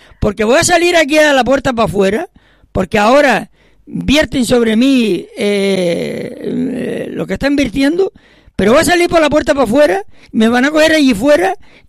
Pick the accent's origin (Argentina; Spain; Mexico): Spain; San Mateo, Canary Islands; now in Santa Brígida, Spain; yo estaba en San Mateo y me tengo que venir allí, ¿por qué? ¿Por qué me tengo que venir de allí, de mi pueblo, tengo que marcharme y venirme aquí abajo a Santa Brígida?